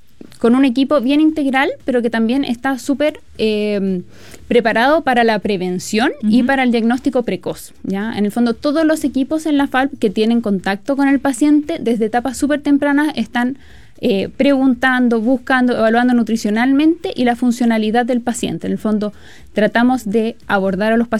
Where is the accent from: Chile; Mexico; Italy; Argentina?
Chile; algo culturalmente como chilenos lo tenemos súper incluido